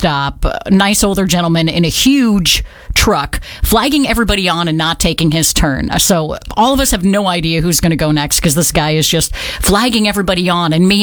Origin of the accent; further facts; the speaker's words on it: Midwest, United States; now in Knoxville, United States; I'm from the Midwest.